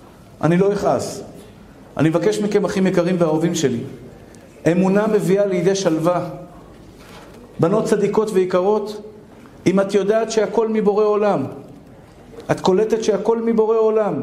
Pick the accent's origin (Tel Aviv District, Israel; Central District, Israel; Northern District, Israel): Tel Aviv District, Israel; Tel Aviv; עכשיו, אני גדלתי בשכונת התקווה.